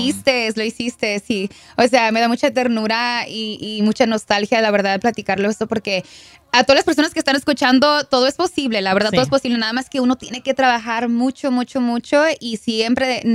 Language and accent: Spanish; California, United States; born there; yo soy nacida aquí en California. Mis padres son mexicanos